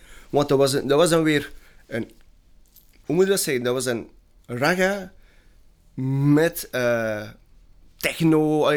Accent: Antwerp, Flanders, Belgium; Want iedereen dacht hier, wow, wij zijn wel van Antwerpen. Ja, oké. Ja. We zijn wel van Antwerpen.

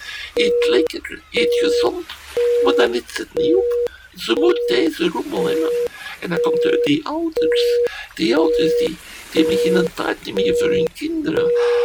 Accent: Belgium; Allee, als Belg moet je maar geen slechte frietjes serveren, hè.

